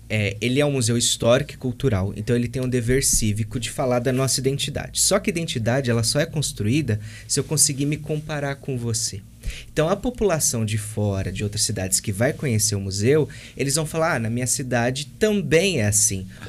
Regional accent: Monte Alto, São Paulo, Brazil; born there; moved away as an adult; also born or lived in Minas Gerais; now in Monte Alto, Brazil; Eu sou nascido em Monte Alto, fui estudar fora, Minas, fiquei 11 anos lá. E aí eu volto com essa bagagem e tento trabalhar aqui dentro da cidade

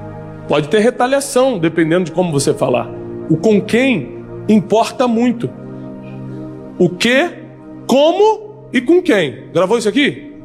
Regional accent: Rio de Janeiro, Brazil; eu cresci no Rio de Janeiro.

